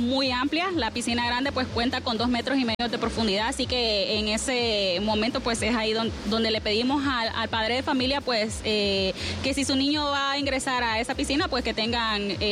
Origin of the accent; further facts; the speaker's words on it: Puerto Cortés, Cortés, Honduras; Con la gastronomía que nos identifica como porteños.